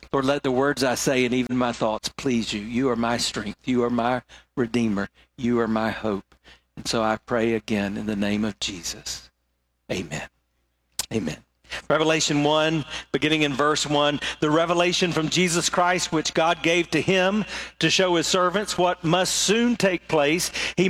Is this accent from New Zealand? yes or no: no; the South, United States; I grew up in the South